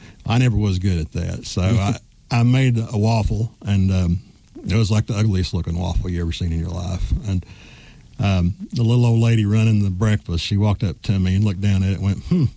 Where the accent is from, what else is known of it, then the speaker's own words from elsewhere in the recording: Grundy, Virginia, United States; also born or lived in Pikeville, Kentucky; I was born in Pike County, Pikeville, Kentucky. Raised across the line over in Buchanan County, Grundy, Virginia.